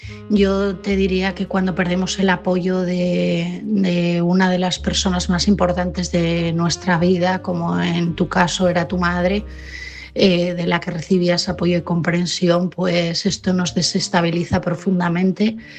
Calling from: Asturias, Spain; de Asturias y mi mensaje esta noche es para Angie.

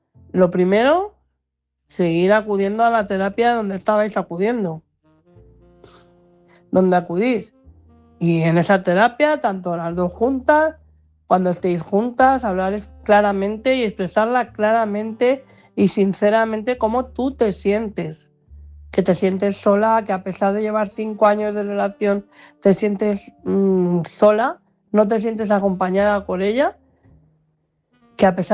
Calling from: Madrid, Community of Madrid, Spain; de Madrid.

